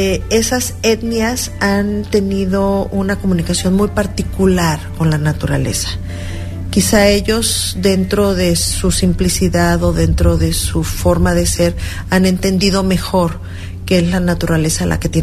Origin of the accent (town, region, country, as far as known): San Blas, Nayarit, Mexico